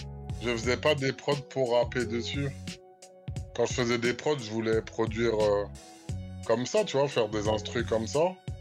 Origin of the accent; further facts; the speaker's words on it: Blanc-Mesnil, Île-de-France, France; Moi, j'étais de Blanc-Ménil, mais les autres, il y en avait de Bagneux, d'Antony